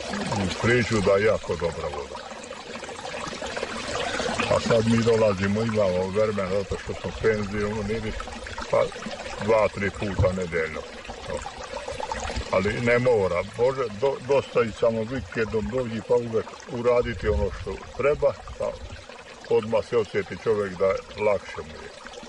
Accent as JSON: {"language": "Serbian", "town": "Senta", "region": "Vojvodina", "country": "Serbia"}